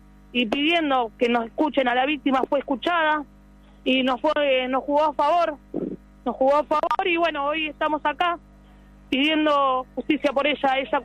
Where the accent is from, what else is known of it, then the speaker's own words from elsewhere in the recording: San Justo, Buenos Aires Province, Argentina; A mí me está ayudando el Cajut de La Matanza. Nosotros somos de San Justo.